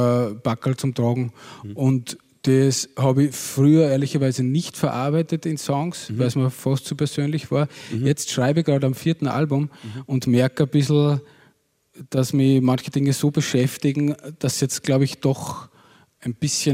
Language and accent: German; Upper Austria, Austria; Also bei uns im Innviertel gibt es die Liedertafel. Das war das Einzige.